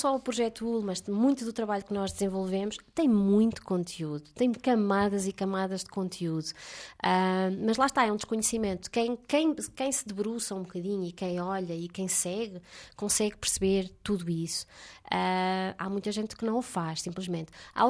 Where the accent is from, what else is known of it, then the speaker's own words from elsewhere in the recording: Covilhã, Centro, Portugal; eu nasci na Covilhã e que cresci com um déficit de oferta cultural